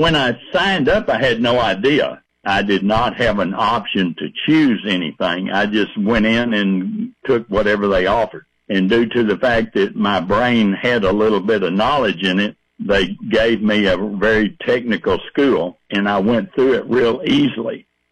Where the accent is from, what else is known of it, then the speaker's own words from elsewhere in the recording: Dallas, Texas, United States; I'm a native-born Texan. I grew up in the Dallas area.